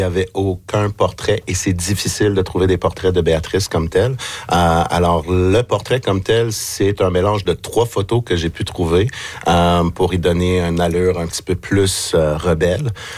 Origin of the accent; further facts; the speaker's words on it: Ottawa, Ontario, Canada; also born or lived in Montreal; now in Prince Edward County, Canada; Je suis d'Ottawa.